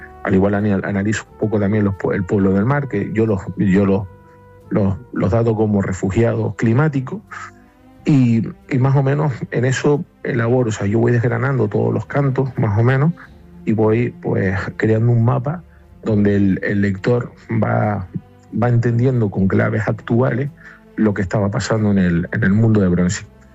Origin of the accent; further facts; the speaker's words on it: Canary Islands, Spain; soy el primer canario que gana este premio